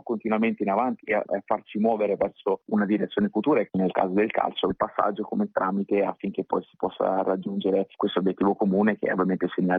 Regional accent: Tuscany, Italy; moved away as an adult; also born or lived in Istanbul, Turkey; now in Alanya, Turkey; Io sono toscano e Viareggio è 30 chilometri distante da dove sono nato e da dove sono cresciuto

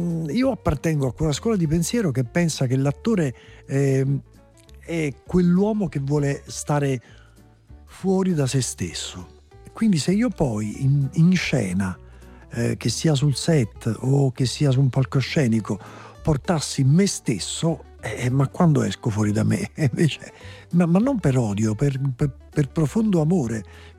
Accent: Naples, Campania, Italy; io essendo l'unico, per quanto giovane, ma l'unico napoletano del cast

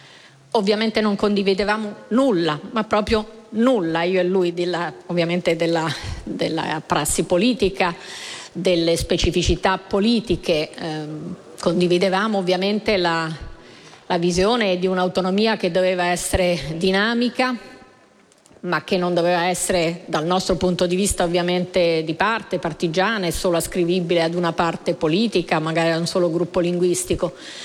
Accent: Trentino-Alto Adige, Italy; la mia terra, il Trentino Alto Adige

